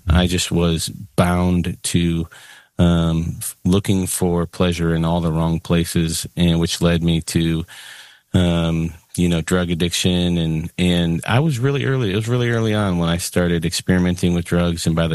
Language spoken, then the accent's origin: English; Illinois, United States; No, I grew up in the Chicago suburbs